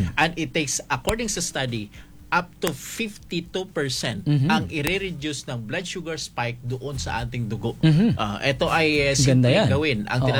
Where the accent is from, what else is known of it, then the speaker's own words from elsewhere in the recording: Mindanao, Philippines; Doon sa amin sa Mindanao, ang pinaka gusto ko talaga doon, mayroong party doon sa malapit sa Sambuanga del Sur, yung sa Magsaysay.